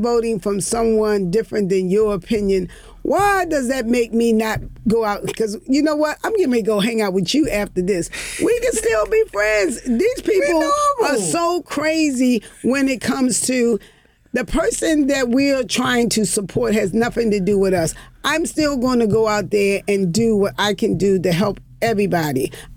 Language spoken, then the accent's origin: English; Baltimore, Maryland, United States; Because I grew up in Baltimore, and I know nothing about The Wire because I did not live in that environment.